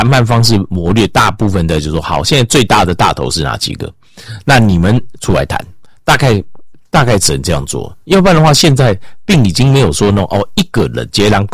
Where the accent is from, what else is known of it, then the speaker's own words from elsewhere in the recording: Taiwan; 包括我们台湾人早期也没有法律观念，原因就是因为我们很多祖先都从中国来，